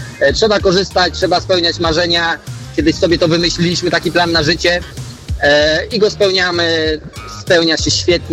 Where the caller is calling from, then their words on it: West Pomeranian Voivodeship, Poland; Mała miejscowość pod Szczecinem, Nowe Warkno.